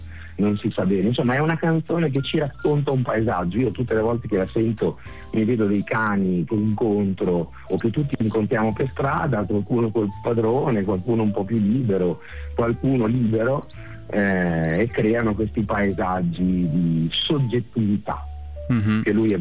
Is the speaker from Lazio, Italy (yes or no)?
no; Emilia-Romagna, Italy; accent: Romagnolo; si direbbe in Romagna, da dove vengo io, si sarà già capito, dalla S e dalle declinazioni